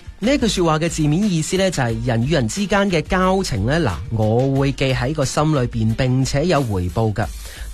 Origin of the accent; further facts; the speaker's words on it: Guangdong, China; 我们广东人